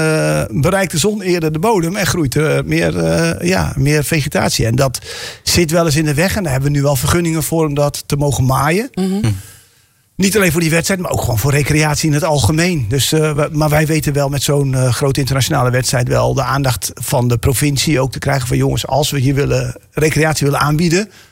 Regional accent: Netherlands; Watersport is natuurlijk, dat zit in onze DNA als Nederlanders. En zeker hier in de polder natuurlijk.

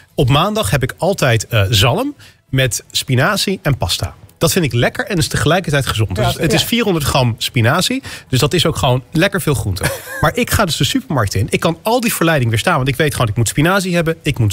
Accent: North Brabant, Netherlands; Maar ik ben in Brabant opgegroeid. Ik hou van lekker eten.

